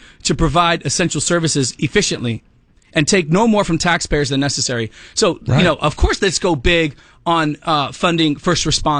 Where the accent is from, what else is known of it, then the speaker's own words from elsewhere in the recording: Texas, United States; Being a Texan and protecting our way of life is not a Democrat or Republican issue.